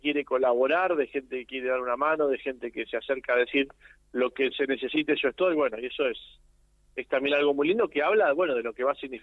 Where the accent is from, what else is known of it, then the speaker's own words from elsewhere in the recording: Argentina; estamos como argentinos ante una ocasión histórica